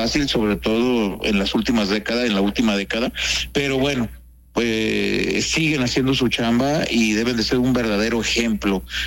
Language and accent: Spanish; Torreón, Coahuila, Mexico; moved away as an adult; now in Baja California, Mexico; A mí a los 2 años me llevaron a Torreón, entonces hasta 23 años, y de ahí, bueno, viajando por la República, y ya tenemos 37 años allá en Baja California.